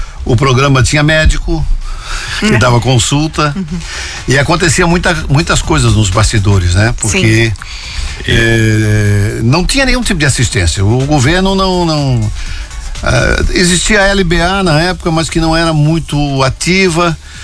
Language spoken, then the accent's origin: Portuguese; Rio do Sul, Santa Catarina, Brazil; O fato de eu ser natural de Rio do Sul, pouca gente sabe, mas eu nasci em Rio do Sul